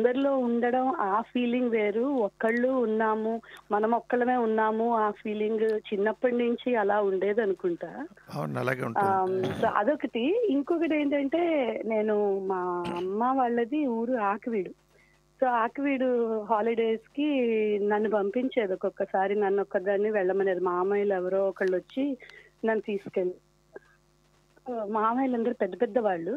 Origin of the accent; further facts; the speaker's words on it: Vijayawada, Andhra Pradesh, India; మేము కూడాను చిన్నప్పుడు విజయవాడలో చాలా పెద్ద ఫ్యామిలీ మాది కూడా అన్నమాట బాబాయిలు అత్త అందరూ ఒకటే ఇంట్లో ఉండేవాళ్ళం మూడు అంతస్తుల మేడ అది